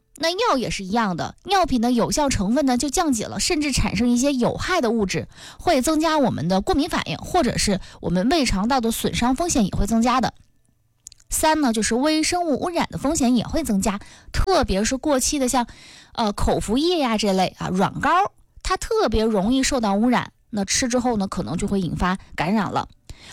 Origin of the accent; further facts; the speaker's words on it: Northeast China, China; accent: Northeastern dialect; 用我们东北话说，这药物好像飞了啊